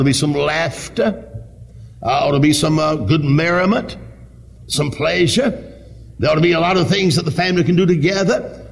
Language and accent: English; South Carolina, United States; born there; accent: Southern; I was born in South Carolina. My speech betrays me.